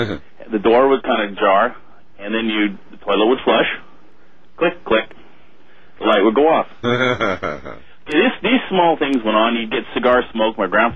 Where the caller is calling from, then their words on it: Sacramento, California, United States; Oh, I'm fine. I'm calling from Sacramento.